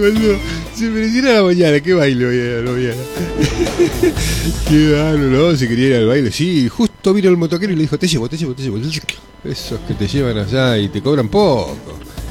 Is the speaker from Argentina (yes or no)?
yes; Argentina; Somos geniales los argentinos.